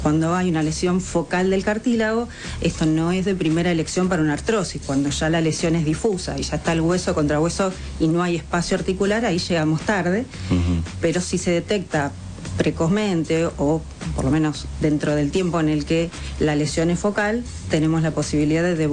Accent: Argentina; Yo soy fundamentalista argentina

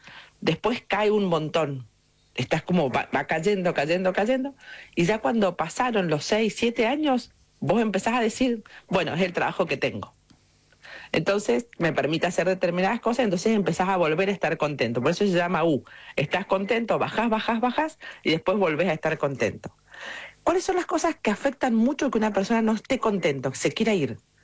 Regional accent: Argentina

